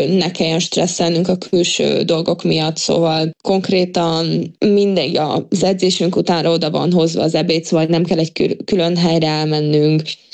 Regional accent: Szombathely, Vas, Hungary; moved away; nekem Szombathely a szülővárosom, én ott mindent mindig tudtam, hogy volt, hova megyek, mikor

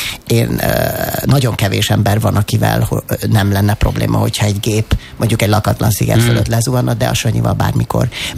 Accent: Budapest, Hungary; amit én már budapestiként már rég megtapasztaltam

